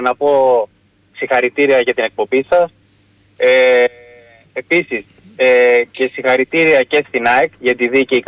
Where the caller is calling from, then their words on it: Agia Paraskevi, Attica, Greece; είμαι από Αγία Παρασκευή.